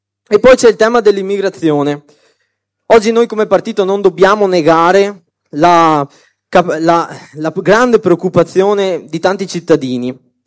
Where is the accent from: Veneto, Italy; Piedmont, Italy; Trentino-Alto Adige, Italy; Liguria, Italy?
Veneto, Italy